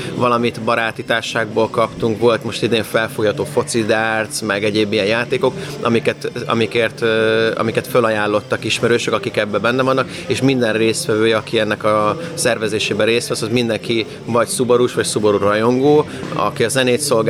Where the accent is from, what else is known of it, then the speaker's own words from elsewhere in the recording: Budapest, Hungary; mi budapestiek vagyunk